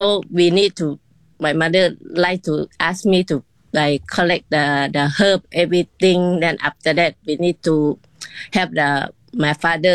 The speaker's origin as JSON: {"language": "English", "region": "Isan", "country": "Thailand", "tie": "born or raised there", "second_language": "English", "said": "I grew up in Isana, so my memory is my mother cooking."}